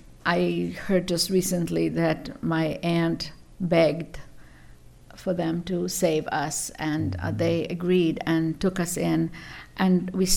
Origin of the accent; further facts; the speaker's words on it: Zagreb, City of Zagreb, Croatia; moved away; also born or lived in Ludbreg; We're not from Ludbreg. We were from Zagreb